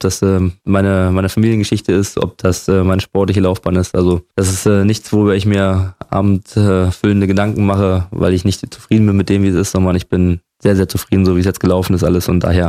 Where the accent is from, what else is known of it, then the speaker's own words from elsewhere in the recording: Berlin, Germany; now in Brandenburg, Germany; Und dementsprechend, wie gesagt, bin ich auch wirklich jetzt Brandenburger und nicht mehr Berliner.